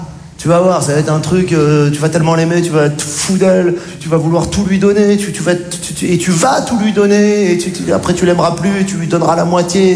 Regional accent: Morocco; born there; Je suis né au Maroc. Ce qui est bien quand t'es marocain, quand tu vas aux States

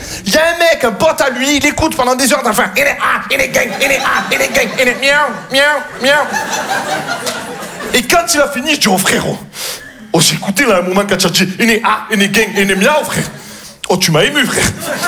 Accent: Marseille, Provence-Alpes-Côte d'Azur, France; Parce que chez nous, à Marseille, la ceinture, ça ne sert à rien.

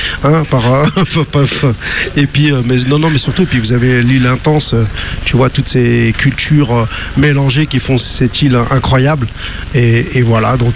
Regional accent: Réunion, France; C'est pour ça que je suis réunionnais, parce que j'aime la moukat, moi.

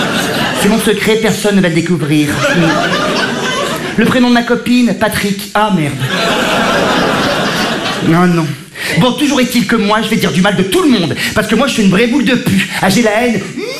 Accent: Provence-Alpes-Côte d'Azur, France; Oui, je viens du sud de la France, oui. Ah, je suis provençale.

